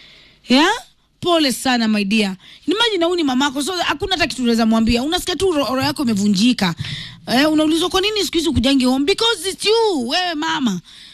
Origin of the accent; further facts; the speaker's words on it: Rift Valley, Kenya; Hata mimi ni mukale … hata mimi natoka Rift Valley.